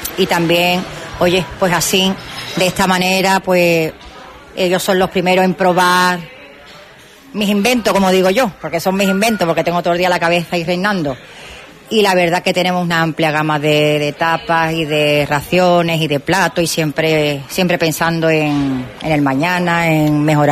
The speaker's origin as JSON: {"language": "Spanish", "region": "Ceuta", "country": "Spain", "said": "para que vea que somos ceutí, que lo llevamos en la sangre, que tenemos que luchar por nuestra tierra."}